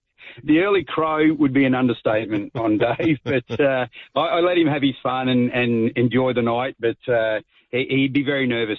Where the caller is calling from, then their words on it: Queensland, Australia; as a Queenslander